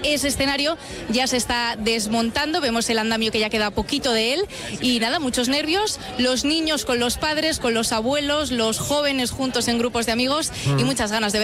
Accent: Madrid, Community of Madrid, Spain

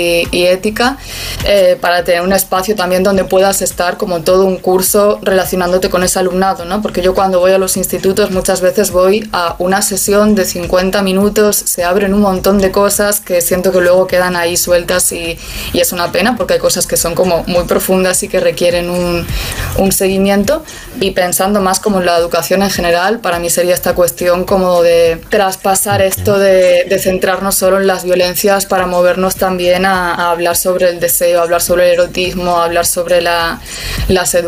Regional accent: Galicia, Spain; now in Málaga, Spain; ahora mismo estoy en Málaga, pero yo soy de Galicia

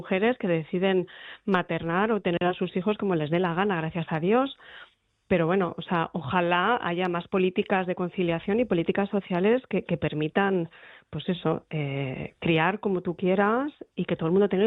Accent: Gijón, Asturias, Spain

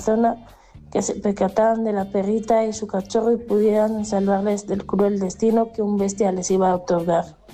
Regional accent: Region of Murcia, Spain; como murciana me avergüenzan en ocasiones la gente bestia salvaje que vive en mi región.

